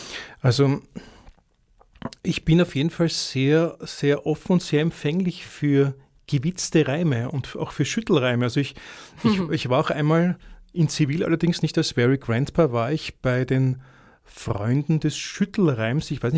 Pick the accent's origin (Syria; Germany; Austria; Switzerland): Austria; Vienna; dadurch, dass ich in Wien aufgewachsen bin, im Wienerischen ein bisschen